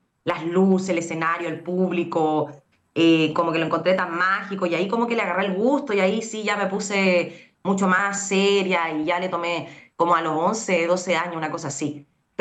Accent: Chile; moved away; yo me fui de Chile siendo como la más destacada de mi generación, una de las más destacadas, y cuando llego a Cuba era la peor de todas, porque el nivel de Cuba con respecto a Chile en el ballet es una cosa pero abismal.

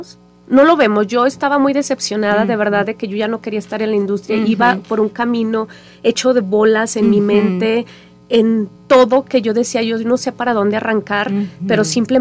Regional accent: Mexico; en nuestras raíces como mexicanas

